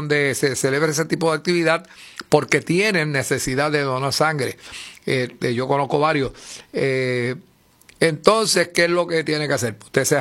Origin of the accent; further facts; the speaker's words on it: San Sebastián, Puerto Rico; en mi pueblo de San Sebastián de las Vegas del Pepino.